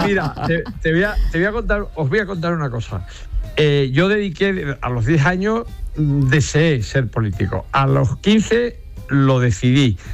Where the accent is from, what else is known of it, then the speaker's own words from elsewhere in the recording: Andalusia, Spain; La patria es como la madre, pues es la que es, y mi patria es mi pueblo, y mi pueblo es el andaluz.